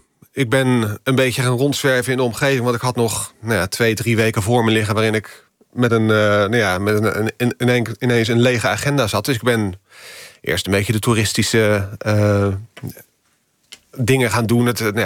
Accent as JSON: {"language": "Dutch", "country": "Netherlands", "said": "ik kom uit Nederland."}